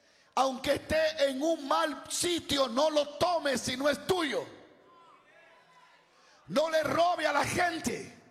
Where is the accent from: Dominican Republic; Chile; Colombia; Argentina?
Dominican Republic; porque como los dominicanos gritamos tan fuerte, yo dije, yo creo que todo este es la parte mía.